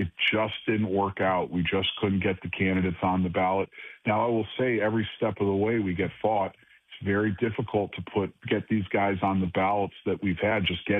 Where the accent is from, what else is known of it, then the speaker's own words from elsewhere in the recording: Cleveland, Ohio, United States; I did it because I come from Cleveland, and I'm so proud of my hometown, because my hometown is what gave my ancestors the American dream.